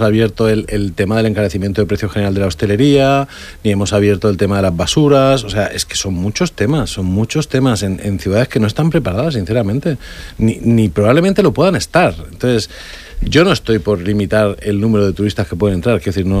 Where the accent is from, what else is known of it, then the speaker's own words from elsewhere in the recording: Murcia, Region of Murcia, Spain; yo soy originario de Murcia y me gusta el tenis